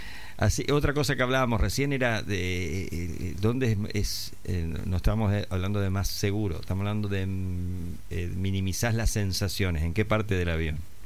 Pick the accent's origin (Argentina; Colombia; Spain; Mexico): Argentina; Rosario, Santa Fe; Carlos está más cerca, yo vengo de Rosario, pero es un placer poder estar en contacto